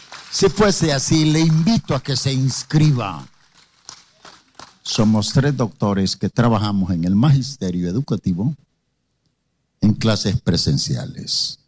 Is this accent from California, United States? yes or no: no; Tucson, Arizona, United States; Vengo de la ciudad de Tucson, en Arizona.